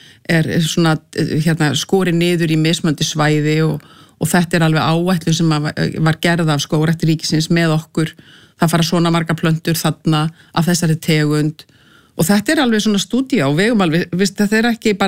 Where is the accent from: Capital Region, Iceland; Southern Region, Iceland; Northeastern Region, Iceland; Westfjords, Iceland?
Capital Region, Iceland; Reykjavik; en ég uppalinn í Reykjavík, skólagangan var hérna í beðaltunni, sko.